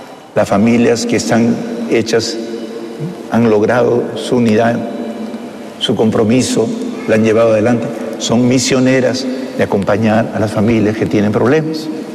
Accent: Peru; como todos éramos católicos en esa época, en su mayoría del Perú

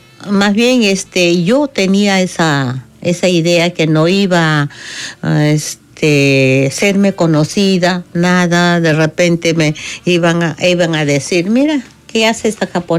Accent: Peru; Artista folclorista del Perú viene en busca de familia.

